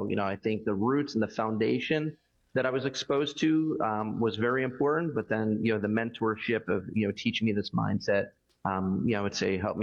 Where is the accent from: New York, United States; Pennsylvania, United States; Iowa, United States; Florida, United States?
Pennsylvania, United States; Philadelphia; I mean, growing up in South Philadelphia, you know, you see people work 9 to 5, you know, you see grit